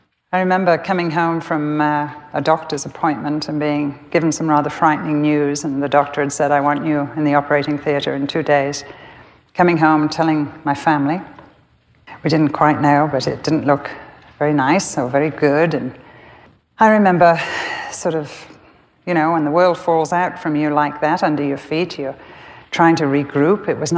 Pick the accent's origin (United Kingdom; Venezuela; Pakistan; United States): United Kingdom; England; I'm a very private person, I'm English, I don't want to intrude on people's privacy.